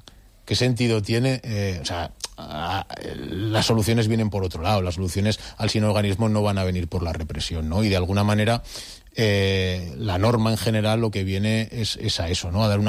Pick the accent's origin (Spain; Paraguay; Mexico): Spain; cuando yo era crío, que yo soy de las Delicias, antes de que existiera el parque